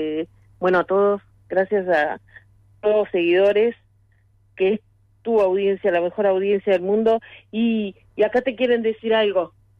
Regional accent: Uruguay; ¿Te parece que una uruguaya, pues yo soy uruguaya, amo mi país, pero yo tener que estar diciendo que en Buenos Aires me salvaron la vida

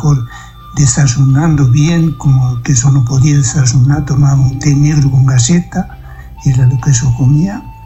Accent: Tacuarembó, Uruguay; Sí, señor, soy de aquí de Tacuarembó.

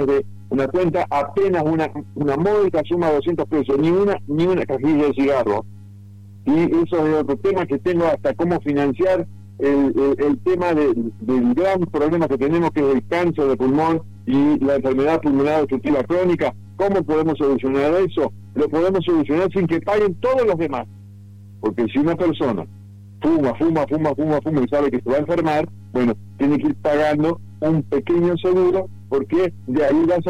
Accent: Uruguay; acá somos uruguayos.

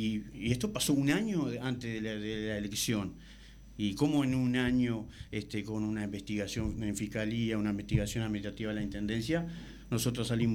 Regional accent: Salto, Uruguay; somos de Salto.

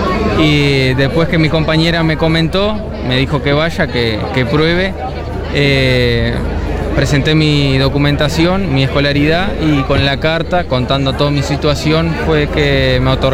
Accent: Artigas, Uruguay; moved away as an adult; now in Salto, Uruguay; vengo desde Artigas, tengo 26 años

